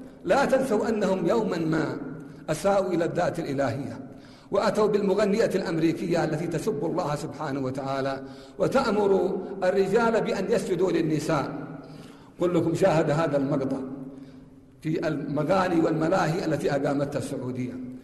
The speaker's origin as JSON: {"language": "Arabic", "country": "Yemen", "said": "ونحن شعب يمني حر عزيز كريم لا نخشى إلا الله ولا نعبد إلا الله"}